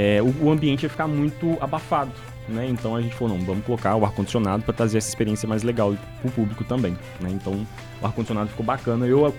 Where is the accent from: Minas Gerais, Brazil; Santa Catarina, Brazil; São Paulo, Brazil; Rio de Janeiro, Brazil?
Minas Gerais, Brazil; Mateus Leme; nós somos aqui de Matheus Leme e somos gente da gente.